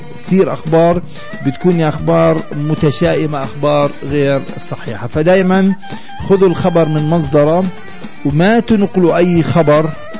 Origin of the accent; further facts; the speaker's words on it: Palestine; احنا كشعب فلسطيني